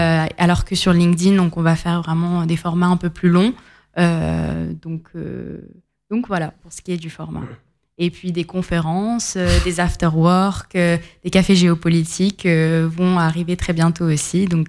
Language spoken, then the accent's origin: French; France; Pour ma part, je suis née, j'ai grandi en France. mais dans un foyer arménien où on parlait arménien